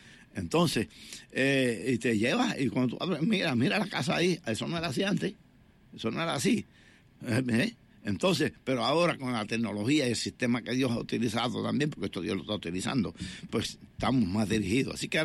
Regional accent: Puerto Rico; un jibarito, como dicen en mi país

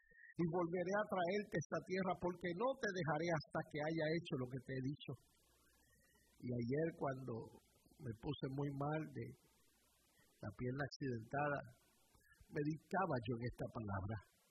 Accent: Puerto Rico; moved away as an adult; now in New York, United States; cuando vine de Puerto Rico para acá, tenía 17, 18 años

